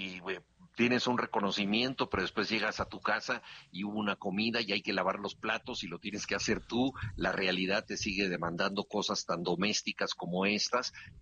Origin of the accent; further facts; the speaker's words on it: Mexico City, Mexico; nuestra ciudad